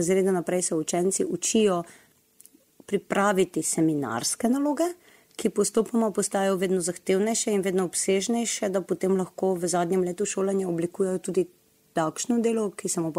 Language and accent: Slovenian; Dokležovje, Mura, Slovenia; Rojena sem v Dokležuju, kjer tudi živi manjša romska skupnost.